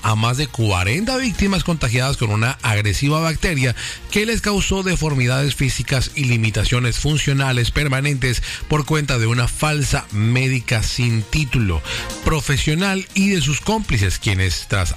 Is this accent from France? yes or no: yes; France; Spanish is a second language; No, yo soy francés.